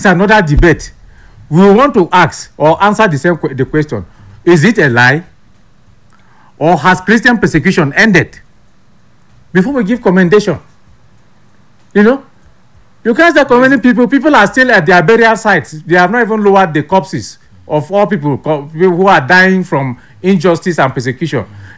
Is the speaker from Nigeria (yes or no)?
yes; Nigeria; I'm talking as a Nigerian.